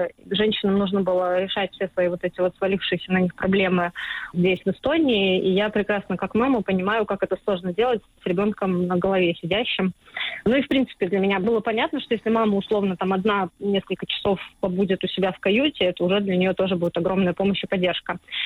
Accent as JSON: {"language": "Russian", "country": "Russia", "lives_now": "Estonia", "said": "Я из России, я, в принципе, всю жизнь занимаюсь проектами помощи детям в трудной жизненной ситуации."}